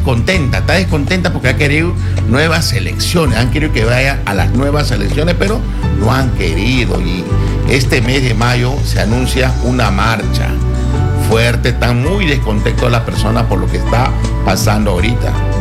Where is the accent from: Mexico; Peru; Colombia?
Peru